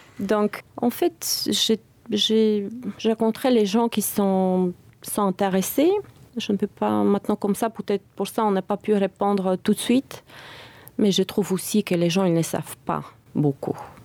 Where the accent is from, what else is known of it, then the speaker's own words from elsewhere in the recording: Bulgaria; quand je disais que je viens de la Bulgarie, normalement c'était Stoichkov.